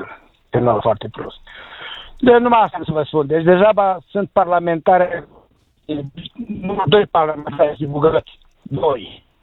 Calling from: Maramureș County, Romania; eu sunt un pensionar din Maramureș.

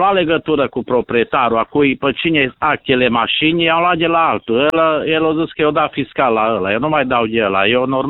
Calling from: Baia Mare, Maramureș County, Romania; și sunt din Baia Mare.

